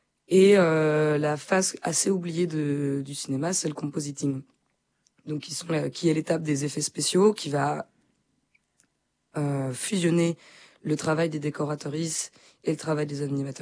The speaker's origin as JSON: {"language": "French", "country": "Belgium", "said": "je viens de Belgique."}